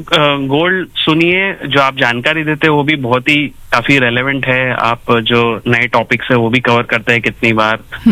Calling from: Mumbai, Maharashtra, India; मैं मुंबई से हूँ।

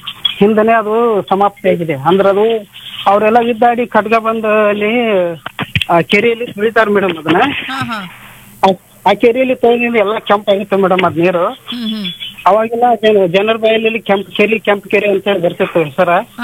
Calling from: Murgod, Karnataka, India; ನಾವು ಬೆಳಗಾವಿ ಜಿಲ್ಲೆ ಸೌಂದರ್ಯ ತಾಲೂಕು ಮುರುಗೋಡದಿಂದ

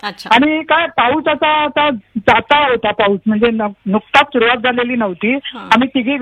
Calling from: Borivali, Maharashtra, India; मी बोरोलीहून

